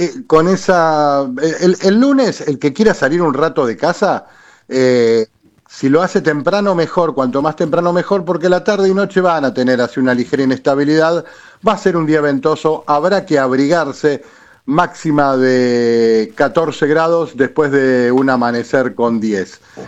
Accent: Castelar, Buenos Aires Province, Argentina; Yo prefiero que me pregunten más por Castelar que por San Martín, porque yo soy del oeste.

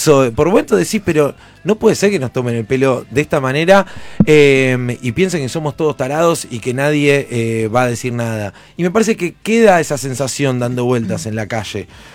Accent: Argentina; Que hagan una devolución como argentinos y argentinas de lo que vieron ayer. Es cierto, Adorni nos faltó el respeto a todos, ¿eh?

